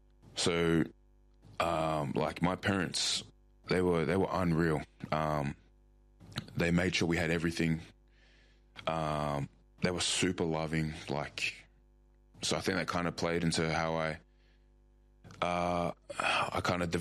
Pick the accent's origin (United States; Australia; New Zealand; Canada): Australia; Mullaloo, Western Australia; Yeah, I grew up in Mullaloo, like Dunlop. And I've lived there. I still live there now.